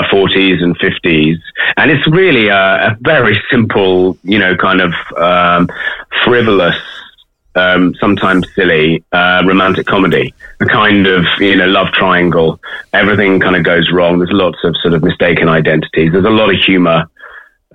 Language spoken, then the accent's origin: English; Sheffield, Yorkshire and the Humber, United Kingdom; born there; I'm talking to you at the moment from Leeds, which is not so far away from where I was born in Sheffield. It's always nice to be in Yorkshire.